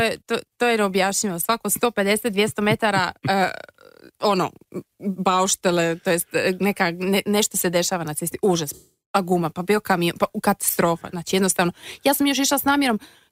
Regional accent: Split, Split-Dalmatia County, Croatia; moved away as an adult; now in Germany; rodom iz Splita prije svega.

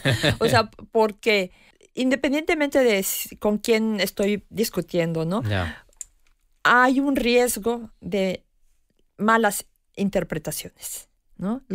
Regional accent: Mexico; first language Spanish; moved away

